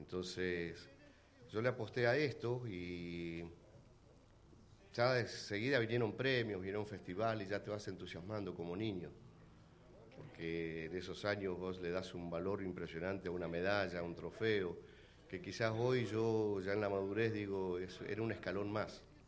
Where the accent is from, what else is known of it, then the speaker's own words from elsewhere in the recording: Cipolletti, Río Negro, Argentina; moved away; soy nativo de Cipolletti, pero le aposté, salí y me fue bien. Y bueno, nuevamente ya radicado acá, en Cipolletti, llevo ya un tiempo nuevamente